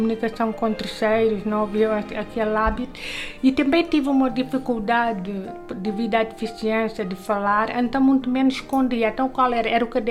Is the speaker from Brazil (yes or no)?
no; Faro, Algarve, Portugal; sou de Faro, mãe, 2 filhas e avó também.